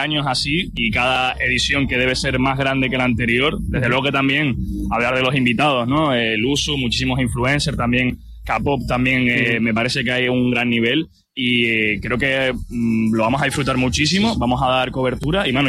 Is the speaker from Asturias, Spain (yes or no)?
no; Canary Islands, Spain; Tenemos que estar aquí como canarios, es lo que toca para este programa.